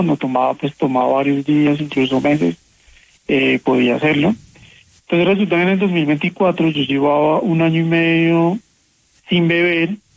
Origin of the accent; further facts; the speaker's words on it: Bogotá, Colombia; Yo soy adicto en recuperación, soy alcohólico, soy bogotano, tengo 43 años.